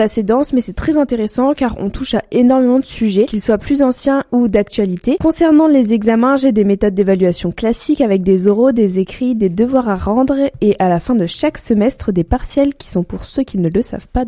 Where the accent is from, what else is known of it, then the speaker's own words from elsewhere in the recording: Metz, Grand Est, France; moved away as an adult; now in Reims, France; je rentre chez moi à Metz tous les week-ends.